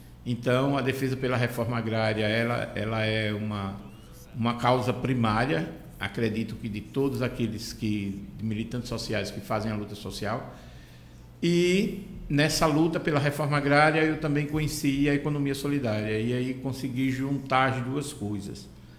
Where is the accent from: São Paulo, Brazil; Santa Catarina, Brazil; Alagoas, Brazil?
Alagoas, Brazil; Pilar; eu sou de uma cidadezinha pequena lá do litoral alagoano, né? Moro no Pilar. Cidade que tem um número grande de pescador e que tem um monte de problema.